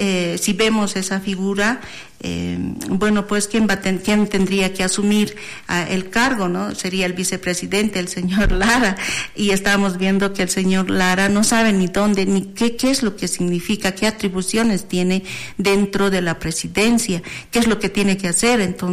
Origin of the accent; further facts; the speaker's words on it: Bolivia; nosotros estamos sumidos como bolivianos.